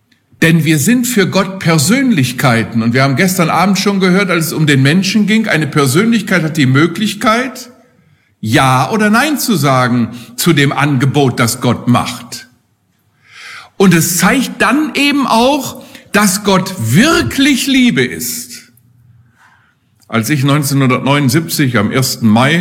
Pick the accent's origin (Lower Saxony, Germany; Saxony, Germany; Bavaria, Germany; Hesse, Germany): Hesse, Germany; Ich komme hier aus der Nähe von Haiger.